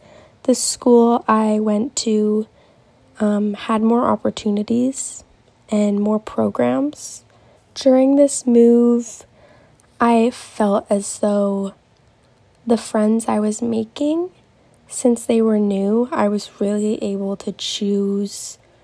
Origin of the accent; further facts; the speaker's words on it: Maple Ridge, British Columbia, Canada; As before, when I grew up in Maple Ridge, they were mostly all my childhood